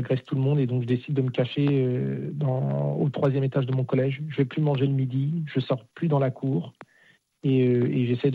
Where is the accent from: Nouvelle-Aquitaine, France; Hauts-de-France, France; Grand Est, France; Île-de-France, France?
Île-de-France, France; Nanterre; Donc, de base, moi, j'étais de Nanterre, j'étais dans une cité. Donc, je suis arrivé à Rueil-Malmaison.